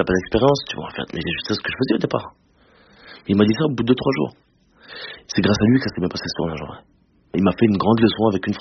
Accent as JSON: {"language": "French", "town": "Sélestat", "region": "Grand Est", "country": "France", "said": "Même dans ma ville d'origine, parce que moi je viens d'Alsace, même dans ma ville d'origine..."}